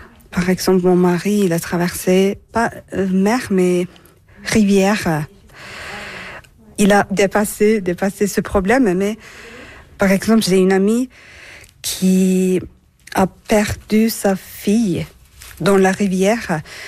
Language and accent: French; Turkey; French is a second language; moved away as an adult; now in Switzerland; Alors, je viens de Turquie. Mon histoire, c'est un peu différent que les autres, je crois.